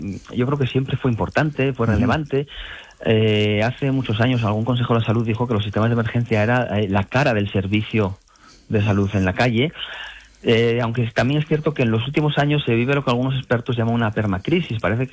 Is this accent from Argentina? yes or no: no; Asturias, Spain; Sí, es cierto que como asturiano, pues evidentemente es algo de lo que nos deberíamos sentir orgullosos